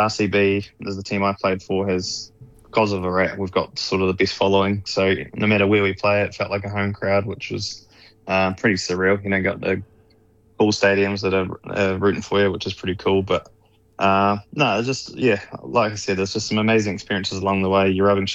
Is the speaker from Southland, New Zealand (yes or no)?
yes; Lumsden, Southland, New Zealand; a dude from Lumsden